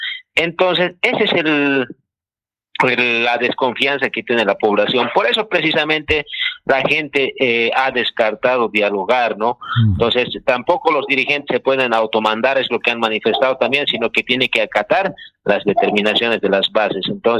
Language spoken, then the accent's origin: Spanish; Camacho Province, La Paz, Bolivia; now in El Alto, Bolivia; yo soy de provincia de Camacho y a la vez también soy un vecino también del distrito 7 y de 14 también.